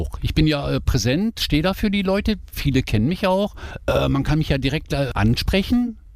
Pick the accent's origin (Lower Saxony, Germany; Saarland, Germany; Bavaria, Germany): Lower Saxony, Germany; born there; Ich bin in der Ecke geboren, wo auch die Schenkers herkommen.